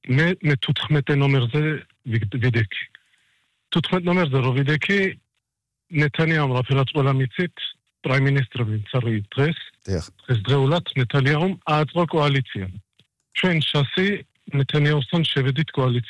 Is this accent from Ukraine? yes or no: no; Israel; born there; Georgian is a second language; ჩემი ქართული არა ისე კაი და მე მგონი გამიგებთ ისრაელში დაბადებული ვარ